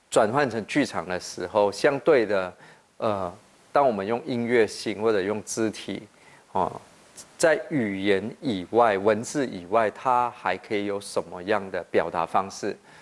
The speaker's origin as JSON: {"language": "Chinese", "country": "Malaysia", "tie": "born or raised there", "moved": "as an adult", "lives_now": "Taiwan", "said": "台湾的确是我第二个故乡，就是因为我19岁就来台湾嘛，那在这里已经待了20几年，所以其实在台湾生活的时间其实甚至是比我在马来西亚成长的时间还要长。"}